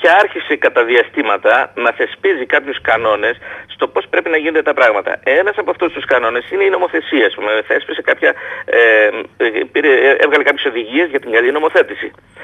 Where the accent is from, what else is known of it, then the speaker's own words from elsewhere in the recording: Greece; σαν Έλληνες είμαστε πάρα πολύ εύπιστοι.